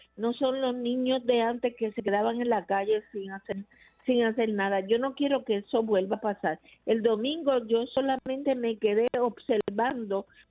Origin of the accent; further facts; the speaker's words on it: Loíza, Puerto Rico; la historia tan rica que tenemos